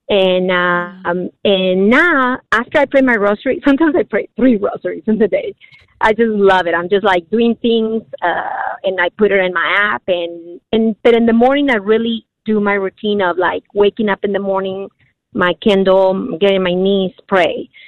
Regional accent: Mexico; moved away as an adult; now in San Antonio, United States; I'm from Mexico

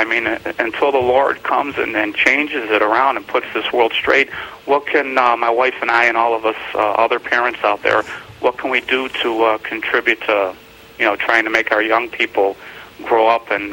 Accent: New York, United States; We're from New York.

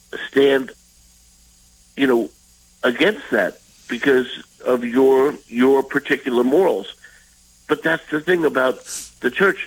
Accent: United States; But as an American, I tend not to give the benefit of the doubt to politicians.

